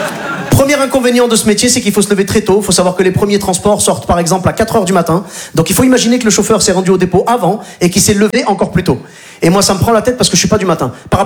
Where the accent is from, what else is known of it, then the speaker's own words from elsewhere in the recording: Morocco; je suis originaire du Maghreb, du Maroc plus précisément.